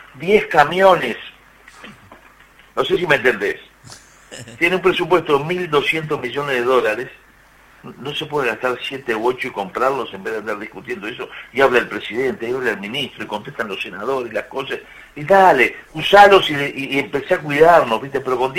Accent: Durazno, Uruguay; Durazno, nosotros somos de Durazno.

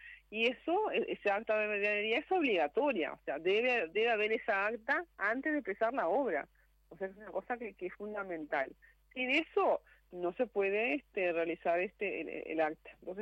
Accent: Montevideo, Uruguay; born there; also born or lived in Tranqueras; Yo soy nacida en Montevideo, pero una época de mi adolescencia, yo no sé si te conté, Fabricio, yo vivía acá en Tranqueras, viví unos años en Tranqueras.

